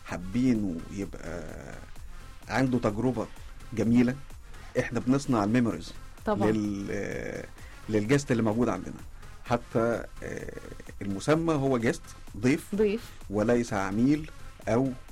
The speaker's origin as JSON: {"language": "Arabic", "country": "Egypt", "said": "احنا كشعب مصري متميزين بالترحاب للضيوف"}